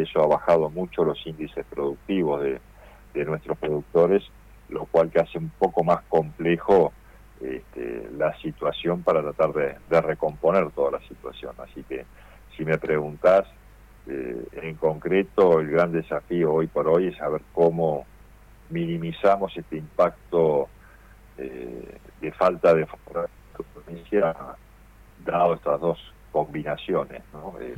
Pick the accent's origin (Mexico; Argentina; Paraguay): Argentina